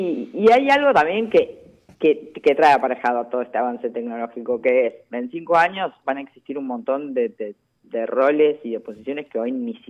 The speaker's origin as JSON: {"language": "Spanish", "country": "Argentina", "said": "Nosotros como argentinos sabemos, los que somos más grandes"}